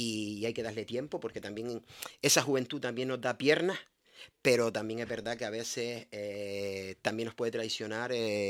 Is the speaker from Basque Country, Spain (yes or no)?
no; Teror, Canary Islands, Spain; Todos los demás somos de Teror.